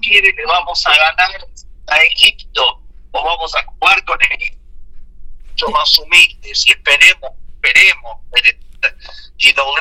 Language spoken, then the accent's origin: Spanish; Argentina; moved away as an adult; also born or lived in Mendoza, Argentina; now in Israel; nunca dejo de ser argentino, ni nunca dejo de emocionarme ni de extrañar la patria, la chica, la más chica, la familia, el idioma. Uno nunca deja eso, lo llevas toda la vida con vos, y yo voy a morir siendo argentino.